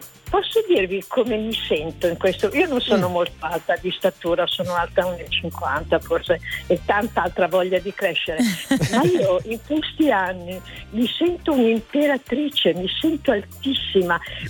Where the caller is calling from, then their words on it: Milan, Lombardy, Italy; mm-hmm. E sono di Milano. Ho 70 anni, li ho compiuti la settimana scorsa.